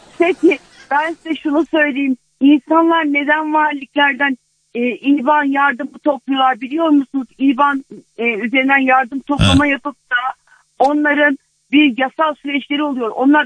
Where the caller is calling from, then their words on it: Diyarbakır, Diyarbakır Province, Turkey; Diyarbakır'dan arıyorum.